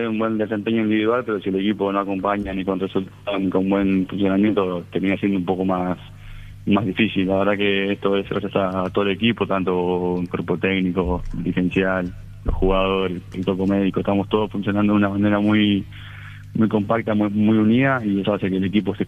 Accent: Buenos Aires, Argentina; moved away; Yo soy de Buenos Aires.

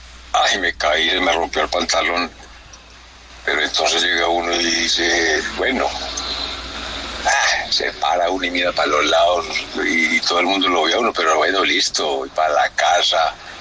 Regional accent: Medellín, Antioquia, Colombia; Es un lamentable suceso, pero pese a que soy de Medellín, veo que la gente de aquí es vergondita.

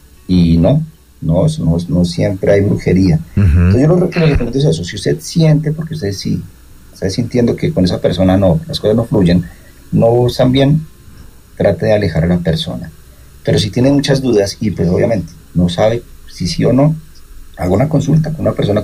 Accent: Colombia; Yo creo que es por lo que somos, no sé, colombianos, latinos.

